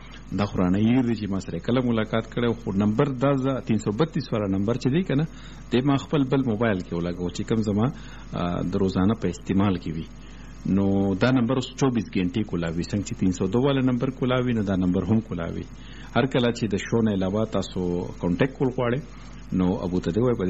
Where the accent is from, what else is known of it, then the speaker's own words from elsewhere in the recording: Mardan, Khyber Pakhtunkhwa, Pakistan; now in Tarbela, Pakistan; زه اوس د مردان یم په تربیله کې اوسېږم